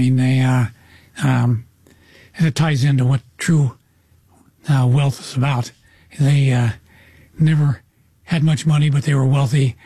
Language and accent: English; Lawrence, Kansas, United States; first off, Lawrence, Kansas, where the University of Kansas is my hometown. Mm-hmm. I went to Lawrence High School and then University of Kansas.